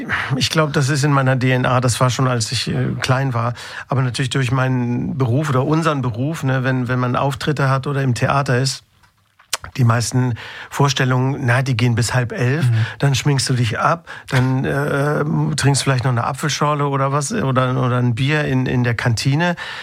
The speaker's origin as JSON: {"language": "German", "region": "Baden-Württemberg", "country": "Germany", "tie": "born or raised there", "said": "ich bin ja ländlich aufgewachsen in der Nähe von Heilbronn in Süddeutschland"}